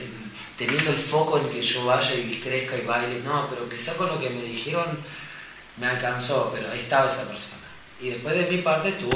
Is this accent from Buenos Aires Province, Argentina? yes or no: no; Córdoba, Argentina; como yo soy de Pinelavero, de un pueblo chico de Córdoba también